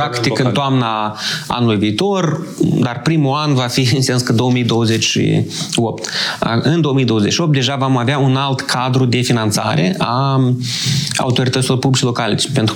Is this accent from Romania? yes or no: no; Ratuș, Criuleni District, Moldova; Regiunea centru, dar oricum voi spune că sunt din Ratuș, bun, ne amalgamăm cu primăria vecină, dar oricum voi spune că sunt din satul ăsta.